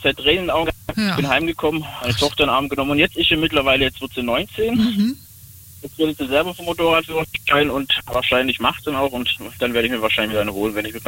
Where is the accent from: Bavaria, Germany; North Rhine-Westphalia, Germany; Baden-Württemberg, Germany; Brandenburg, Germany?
Baden-Württemberg, Germany; Stetten am Kalten Markt; Und meine erste Tour damals war, ich fahre in meine alte Heimat nach Stetten am Kalten Markt und zeige das meinem Kumpel und meiner Familie, wie es jetzt aussieht.